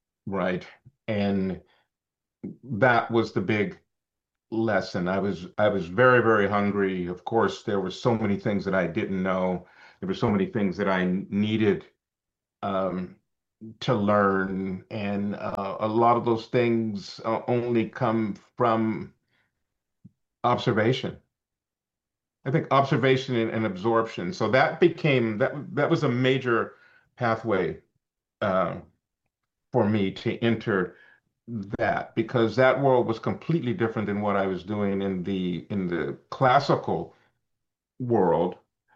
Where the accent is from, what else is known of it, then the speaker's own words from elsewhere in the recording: San Francisco, California, United States; my happenstance of growing up in San Francisco in this time.